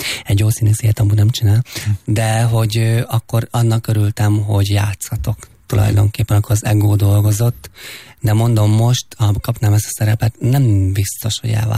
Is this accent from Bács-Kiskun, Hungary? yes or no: no; Fót, Pest, Hungary; én Fóton nőttem fel a gyermekvárosban